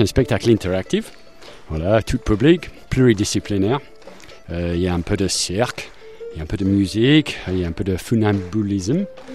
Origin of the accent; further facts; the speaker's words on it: England, United Kingdom; French is a second language; now in Sarlat, France; Je suis chinois, je suis anglais.